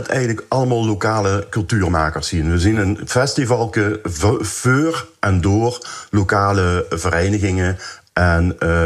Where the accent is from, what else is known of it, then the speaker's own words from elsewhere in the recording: Venlo, Limburg, Netherlands; accent: Venlo dialect; moved away as an adult; now in Elsloo, Netherlands; mijn dialect komt inderdaad uit Venlo.